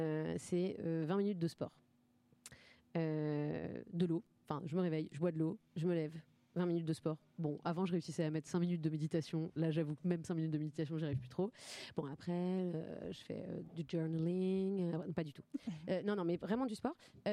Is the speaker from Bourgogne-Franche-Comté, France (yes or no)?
yes; Dijon, Bourgogne-Franche-Comté, France; born there; Je suis née à Dijon.